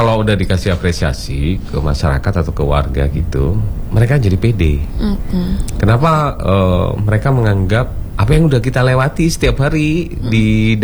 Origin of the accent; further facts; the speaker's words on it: Pesanggeran, East Java, Indonesia; karena saya pernah coba sih Kak, di desa saya sendiri, di desa Pesanggeran itu saya masih ingat tahun 2009 saya udah ngomongin hal-hal begini nih